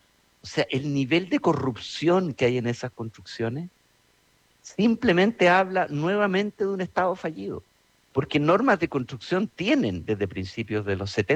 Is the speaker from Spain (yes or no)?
no; Chile; nosotros como chilenos tenemos una cultura de terremotos